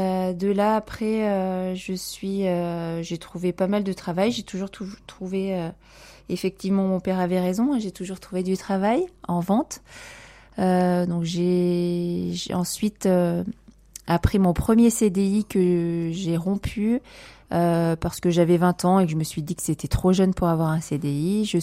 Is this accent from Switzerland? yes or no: no; Solignac-sur-Loire, Auvergne-Rhône-Alpes, France; also born or lived in Le Puy-en-Velay; now in Polignac, France; Alors je suis une pure souche de Haute-Loire, donc je suis née au Puy-en-Velay. J'ai passé mon enfance sur Solignac-sur-Loire, plus précisément dans le plus beau village juste à côté, à Gisou. Petit village d'une centaine d'habitants avec en prime la cascade de la Baume.